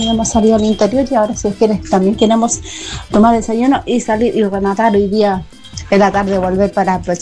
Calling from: Viña del Mar, Valparaíso, Chile; de Alta de Viña, de Chorrillo.

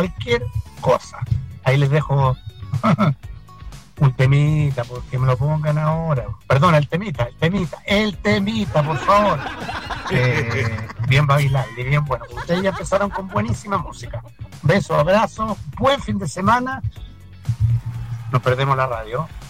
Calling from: Viña del Mar, Valparaíso, Chile; Yo vivo en Chorrillo, en calle Cantera, cerca del Duoc de Viña, y ahí hay un canal.

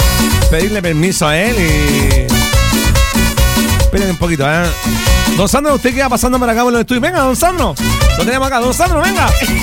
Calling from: Ovalle, Coquimbo, Chile; Somos de Ovalle, Las Vegas, de Limarí.

